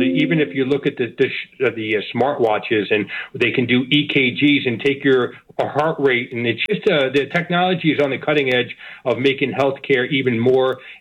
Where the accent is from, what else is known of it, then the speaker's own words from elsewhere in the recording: Kinnelon, New Jersey, United States; North Jersey, Kinnelon, yes.